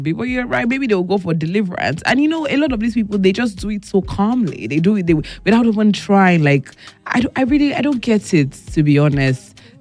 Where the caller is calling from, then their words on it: Ikorodu, Lagos, Nigeria; Good morning, Tife Adada. … from Ikorodu.